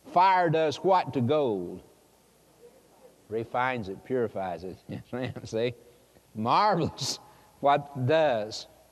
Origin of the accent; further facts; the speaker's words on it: Oklahoma, United States; I grew up in Oklahoma. The western part of Oklahoma has huge, huge wheat fields.